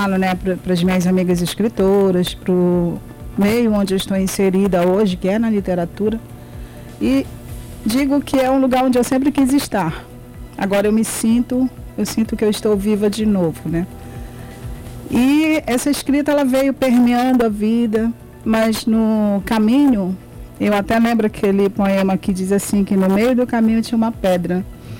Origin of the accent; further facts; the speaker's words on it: Macapá, Amapá, Brazil; born there; morava no Buritizal à época